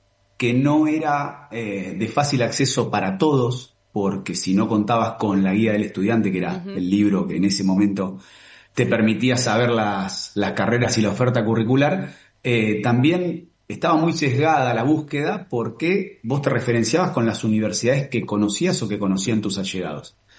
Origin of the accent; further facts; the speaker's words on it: Coronel Pringles, Buenos Aires Province, Argentina; born there; moved away as an adult; Yo soy nacido en Coronel Pringles, cerca de Bahía Blanca. Un pueblo de 20.000 habitantes que no cuenta con una sede universitaria, o no contaba con una sede universitaria en ese momento.